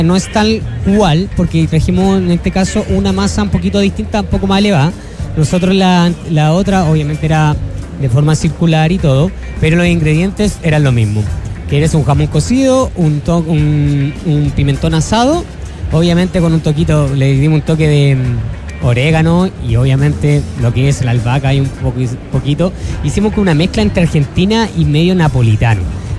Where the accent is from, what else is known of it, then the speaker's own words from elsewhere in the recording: Chile; gran parte de eso sí somos chilenos.